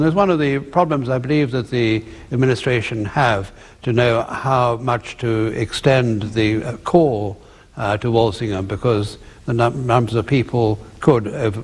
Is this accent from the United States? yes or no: no; South Africa; born there; I was born in South Africa, remember?